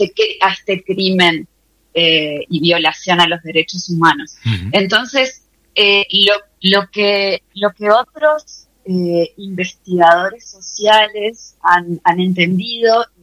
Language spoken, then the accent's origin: Spanish; Uruguay; moved away; Yo me fui de Uruguay a fines del 2013 y estuve en mucha cercanía con comunidades originarias